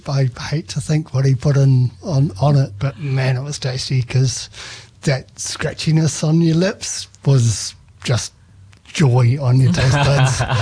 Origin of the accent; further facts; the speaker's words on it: New Zealand; I'm Kiwi born, but both my parents are from the Netherlands. They immigrated in 1963.